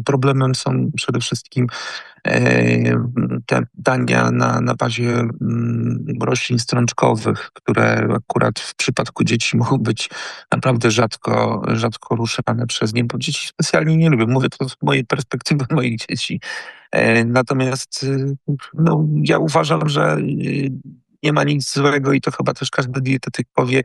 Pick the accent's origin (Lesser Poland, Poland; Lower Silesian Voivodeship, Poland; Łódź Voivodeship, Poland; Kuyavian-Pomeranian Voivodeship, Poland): Łódź Voivodeship, Poland; Kutno; u mnie w rodzinnym Kutnie